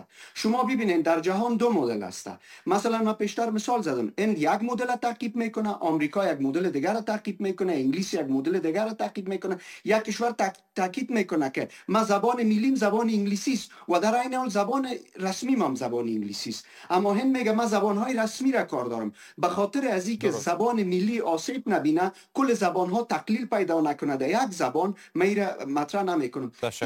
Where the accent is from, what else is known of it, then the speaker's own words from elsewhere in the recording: Afghanistan; first language fa; زبان مادریم زبان فارسی است و زبان پدرم صحبت میکرد، از منطقی که پدرم بود زبان پشتو صحبت میکرد، مطلق در خانه پشتو میگفت.